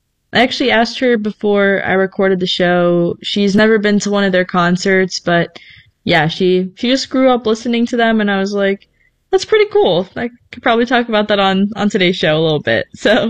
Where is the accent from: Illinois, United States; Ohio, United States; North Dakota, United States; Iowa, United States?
Ohio, United States; born there; I am Romanian. I was born here in Ohio, but my parents were born in Romania and they immigrated to the United States.